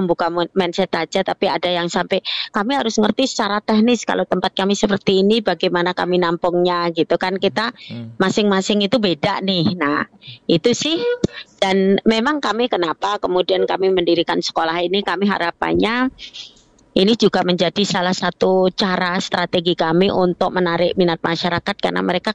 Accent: Sleman, Special Region of Yogyakarta, Indonesia; born there; kami lahir di Sleman ini, di daerah yang catchment tangkapan airnya itu masih masih bagus.

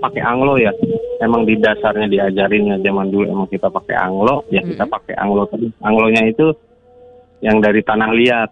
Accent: Jakarta, Indonesia; Biarpun kita anak Betawi

